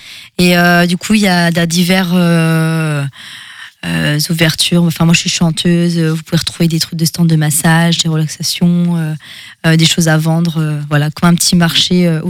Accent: Le Mans, Pays de la Loire, France; je viens quand même du Mans, je fais quand même une heure et demie de route à chaque fois pour venir vous voir

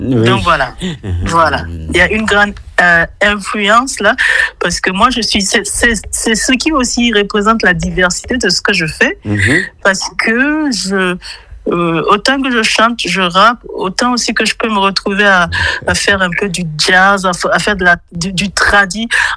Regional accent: Burkina Faso; now in Berlin, Germany

